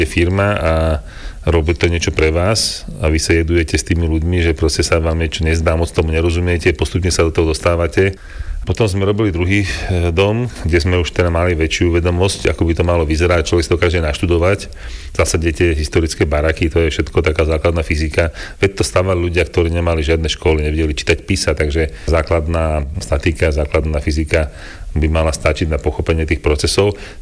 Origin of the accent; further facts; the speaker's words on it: Modra, Bratislava Region, Slovakia; now in Banská Štiavnica, Slovakia; Ja som prišiel z Modry a manželka z Liptovského Mikuláša, ale spoznali sme sa na Prírodovedskej fakulte v Bratislave.